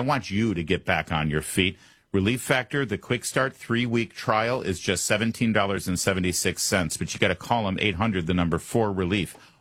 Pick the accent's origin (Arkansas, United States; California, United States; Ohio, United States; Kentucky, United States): California, United States; I can tell you as a Californian, and most specifically as someone who is pretty familiar with the Rancho Palos Verde South Bay area, that ain't normal.